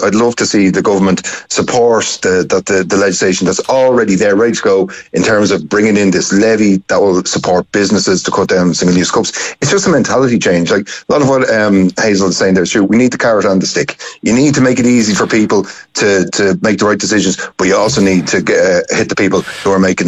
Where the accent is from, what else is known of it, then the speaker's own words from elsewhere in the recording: Dublin, Leinster, Ireland; I'm from Dublin, lived here my whole life, well, most of my life